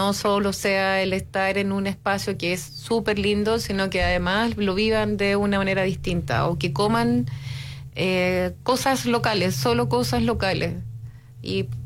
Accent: Santiago, Santiago Metropolitan Region, Chile; now in rural area, Chile; yo soy de Santiago, donde la rutina es súper loca

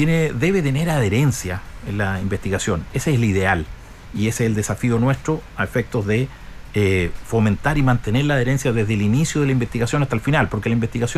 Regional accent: Ñuble, Chile; Yo soy de Ñuble desde toda mi vida, nacido, criado acá en esta región

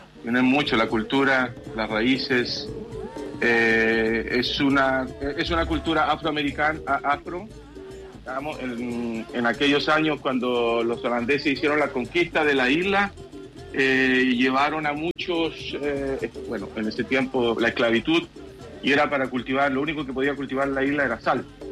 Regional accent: Rancagua, O'Higgins, Chile; yo soy de Rancagua y estudié en Santiago.

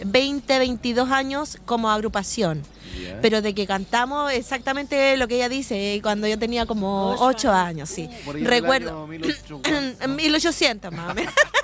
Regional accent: Romeral, Maule, Chile; de Curicó, y la comuna es Romeral hacia la cordillera.

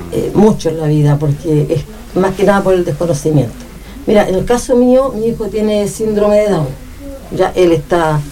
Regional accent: Pichilemu, O'Higgins, Chile; moved away as an adult; also born or lived in San Bernardo; Yo soy nacida y criada en Pichilemu.

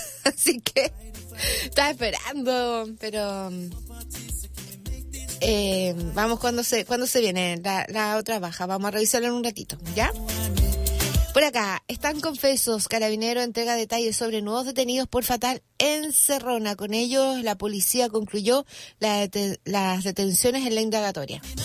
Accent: Chile; Nosotros por ser chilenos

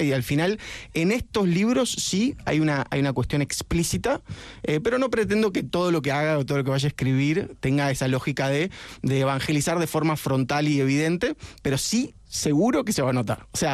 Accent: Argentina; como argentino que siempre pude entrar en Chile

